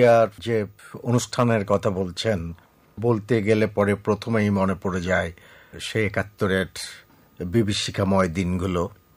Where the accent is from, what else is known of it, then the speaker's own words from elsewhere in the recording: Rangpur, Rangpur Division, Bangladesh; born there; রংপুর শহরের আমাদের বাড়ি